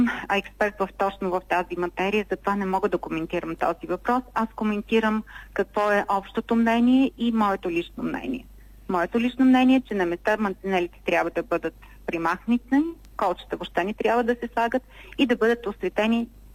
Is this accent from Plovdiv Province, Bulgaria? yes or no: yes; Plovdiv, Plovdiv Province, Bulgaria; аз съм от Пловдив